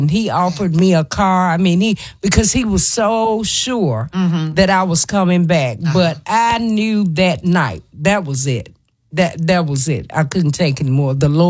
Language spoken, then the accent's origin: English; Memphis, Tennessee, United States; I'm from South Memphis.